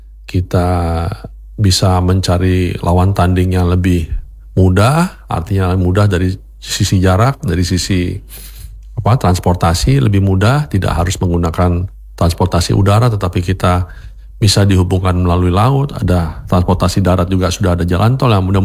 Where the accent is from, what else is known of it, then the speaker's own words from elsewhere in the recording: Lampung, Indonesia; moved away; saya lahir dan besar, pernah sekolah di Lampung dan kebetulan orang tua asal Lampung